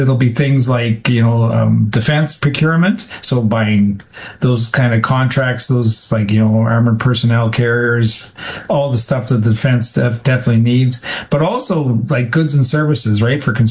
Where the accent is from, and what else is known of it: Canada